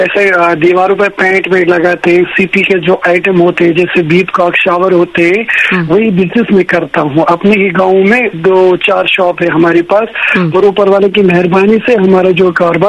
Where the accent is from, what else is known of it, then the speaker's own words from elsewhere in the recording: Jammu and Kashmir, India; देखिए मैं सेंट्रल कश्मीर से बात कर रहा हूँ, जिला बड़गाम में हमारा गांव पड़ता है।